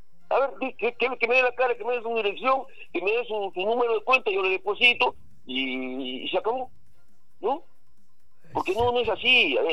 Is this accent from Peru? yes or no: yes; Peru; Como padre de familia, como peruano